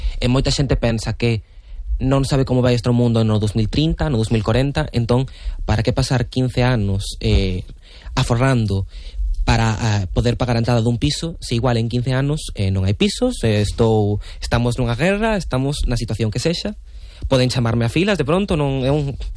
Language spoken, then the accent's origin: Galician; A Coruña, Galicia, Spain; eu son coruñés, e por exemplo, meus pais, a primeira vez que se mudaron, foi a un piso de protección oficial